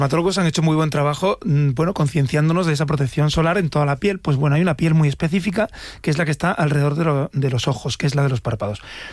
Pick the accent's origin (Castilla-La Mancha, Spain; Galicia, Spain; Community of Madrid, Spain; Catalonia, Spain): Community of Madrid, Spain; Madrid; Los que somos de Madrid o de grandes ciudades, pues nos vamos a la playa